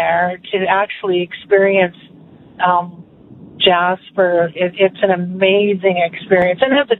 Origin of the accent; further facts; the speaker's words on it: Bradwell, United Kingdom; I want to refresh your memory now. I come from Bradwell.